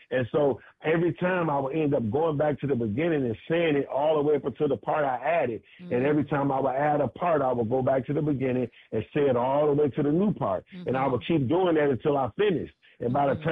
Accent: Detroit, Michigan, United States; now in Los Angeles, United States; In Detroit, Michigan. I grew up in Detroit, I'm in Los Angeles now, but yeah, I grew up, you know, when I left home at 14

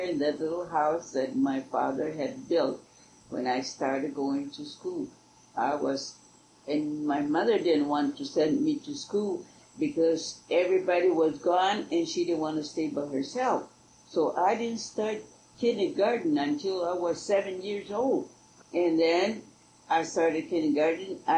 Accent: Fillmore, California, United States; born there; I was born in Fillmore.

